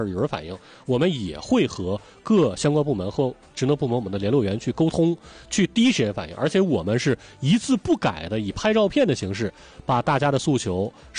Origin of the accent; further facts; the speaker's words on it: Anshan, Liaoning, China; moved away; 我的老家是鞍山